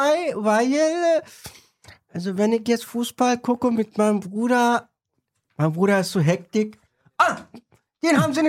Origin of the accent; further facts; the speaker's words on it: Turkey; Ich komme, Gott sei Dank, aus der Türkei.